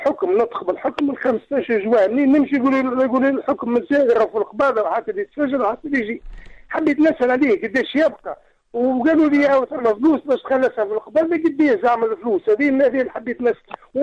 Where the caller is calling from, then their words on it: El Kef, Kef Governorate, Tunisia; من الكيف.